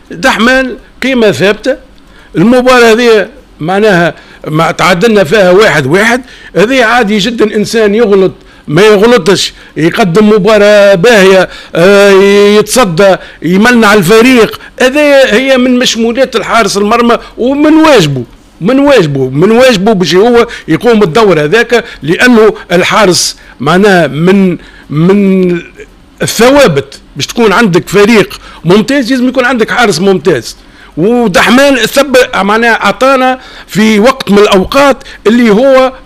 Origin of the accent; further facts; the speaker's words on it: Tunisia; رانا توانسة الكل، رانا كلنا تونسيين معناها أبا عن جد كلنا توانسة،